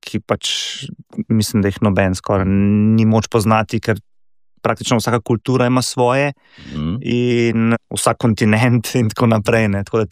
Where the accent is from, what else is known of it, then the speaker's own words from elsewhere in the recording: Škofja Loka, Upper Carniola, Slovenia; Bobne je deleč od tega, ker dejansko pač prihajam iz Škofje Loke in tam ni bilo, ne, pač ni bilo ne učitelja, ni bilo sploh predmeta tolkala ali pa bobni.